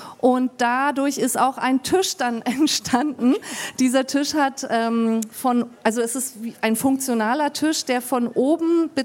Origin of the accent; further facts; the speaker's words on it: Berlin, Germany; da ich in Siemensstadt aufgewachsen bin, bin ich halt vor einigen Jahren wieder zurückgegangen in die Siedlung, in der ich aufgewachsen bin